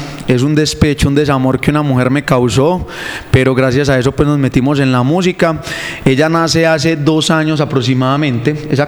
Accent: Pueblo Rico, Antioquia, Colombia; yo vengo de Pueblo Rico, Antioquia. Yo soy de acá del suroeste antioqueño. Yo fui campesino

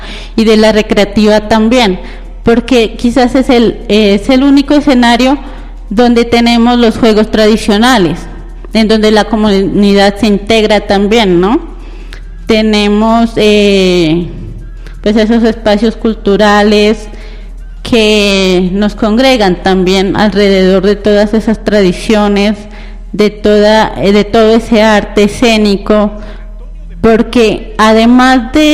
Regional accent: Gualmatán, Nariño, Colombia; nosotros como gualmatenses

